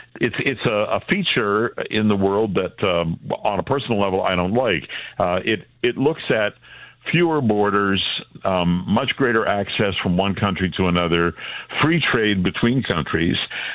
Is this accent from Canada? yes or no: yes; Canada; We Canadians are on the other end.